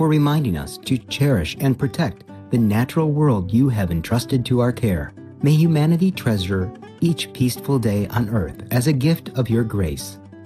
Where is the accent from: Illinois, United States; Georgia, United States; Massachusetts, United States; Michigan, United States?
Illinois, United States; Joliet; from Joliet, Illinois.